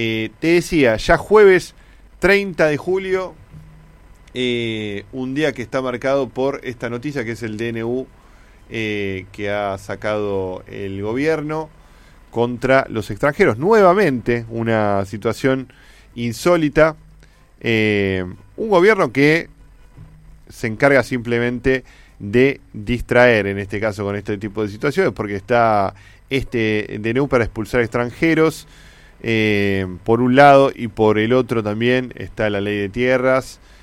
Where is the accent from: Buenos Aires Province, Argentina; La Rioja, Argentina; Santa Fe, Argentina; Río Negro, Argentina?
Buenos Aires Province, Argentina; quienes somos bonaerenses